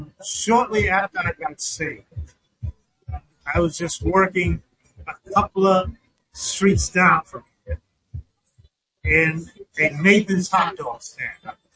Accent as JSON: {"language": "English", "town": "Canarsie", "region": "New York", "country": "United States", "tie": "born or raised there", "also_born_or_lived": "Bethesda", "said": "I grew up in Canarsie. I was born in Bethesda. I grew up in Canarsie. Had a very difficult time in Canarsie. I went to Canarsie High School."}